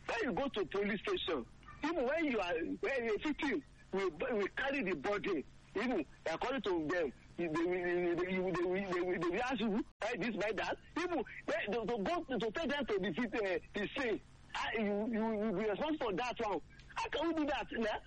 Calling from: Ibadan, Oyo, Nigeria; I am calling from Ibadan, Oyo State.

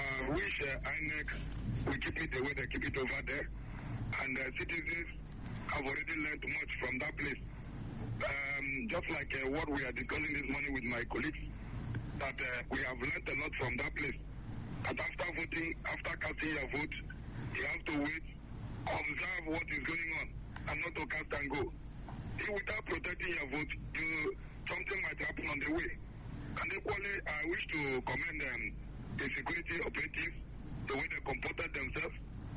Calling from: Nigeria; I'm calling from Kimichali, Jukuna, Boyset.

